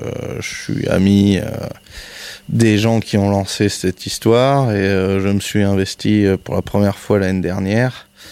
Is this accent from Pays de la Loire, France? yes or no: no; Barnave, Auvergne-Rhône-Alpes, France; moi je suis natif de Barnave